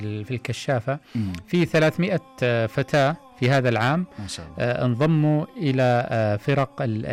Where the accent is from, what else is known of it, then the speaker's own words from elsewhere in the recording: Saudi Arabia; احنا السعوديين نفتخر